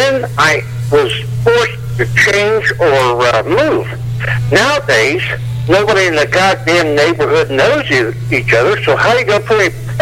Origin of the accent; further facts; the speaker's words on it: Indiana, United States; I'm from Indiana